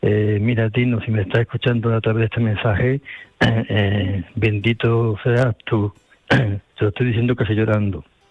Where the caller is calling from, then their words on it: Córdoba, Andalusia, Spain; de Córdoba, supongo que ya me has reconocido.